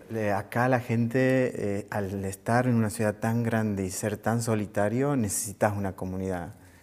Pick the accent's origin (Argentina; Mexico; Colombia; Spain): Argentina; Santiago del Estero; born there; yo como nací en Santiago del Ester